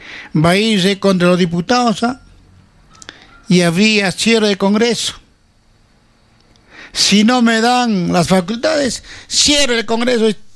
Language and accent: Spanish; Las Lomas, Piura, Peru; ayer a mi pueblo, a Las Lomas, ha llevado leche.